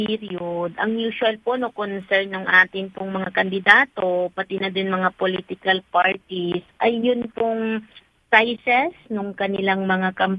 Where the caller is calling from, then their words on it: Marawi, Bangsamoro, Philippines; Dito po sa Marawi, kapag umaga, maayos po yung panahon.